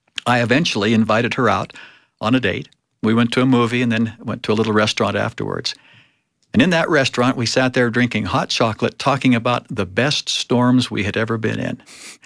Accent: Torrance, California, United States; also born or lived in Lomita, California / Long Beach, California; now in Salt Lake City, United States; my family moved 2 miles north to a town called Torrance and lived there for about 11 years.

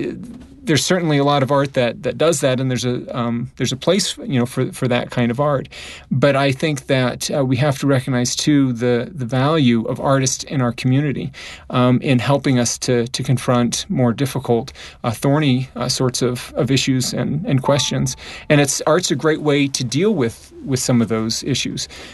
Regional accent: St. Louis, Missouri, United States; born there; also born or lived in Sweden; I was born in St. Louis in the Midwest, and being in Sweden for those 3 years really, I think, as a child, helped to expand my view of the world

